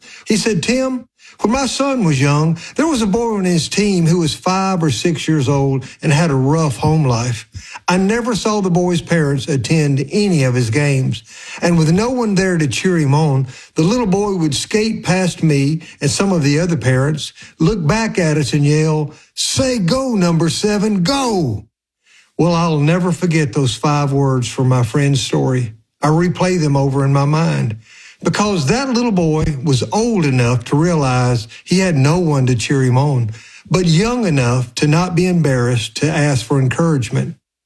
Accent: Alabama, United States; I was in an ice hockey rink while growing up in South Alabama.

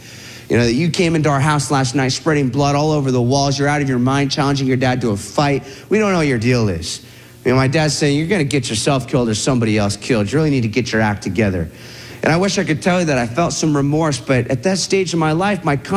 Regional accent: Huntington Beach, California, United States; And I think we stashed the other one in my dad's garage in my hometown. So I get stitched up by the dock in Coronado, San Diego, and I go, I'm gonna go back and go drink that other keg of beer. So I make my way back to Huntington.

